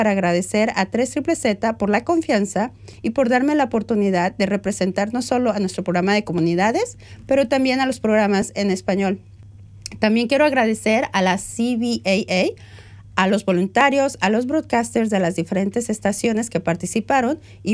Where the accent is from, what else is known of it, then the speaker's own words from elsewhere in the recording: Mexico; now in Melbourne, Australia; Como mexicana, como mujer y como hablante de español, me llena de orgullo poder representar a nuestra comunidad hispanohablante